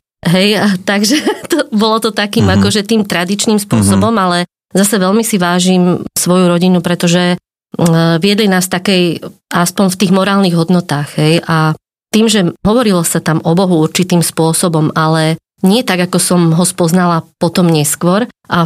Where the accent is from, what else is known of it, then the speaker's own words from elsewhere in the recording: Trenčín, Trenčín Region, Slovakia; Pochádzam z Považia, konkrétne z Trenčína. Precestovala som hodný kus Slovenska za ten môj čas života na zemi.